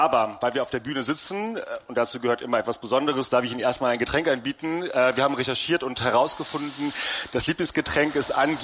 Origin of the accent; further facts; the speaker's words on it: Middle Rhine, Germany; Ich komme vom Mittelrhein und bin mit 17 in die Junge Union eingetreten.